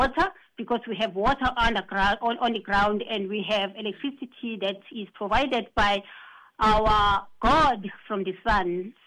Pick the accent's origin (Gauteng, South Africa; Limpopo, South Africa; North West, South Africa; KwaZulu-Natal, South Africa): KwaZulu-Natal, South Africa; Msinga; also born or lived in United States; we are both coming from Umsinga.